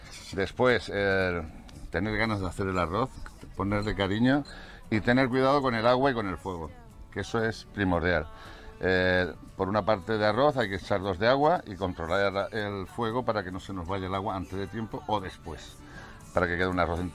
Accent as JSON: {"language": "Spanish", "town": "Valverde del Camino", "region": "Andalusia", "country": "Spain", "tie": "born or raised there", "also_born_or_lived": "Valencia", "moved": "yes", "said": "pero soy choquero, soy de Valverde del Camino, del pueblo de Valverde del Camino. Lo que pasa es que yo me fui muy jovencito a Valencia, y he estado unos 24 años en Valencia."}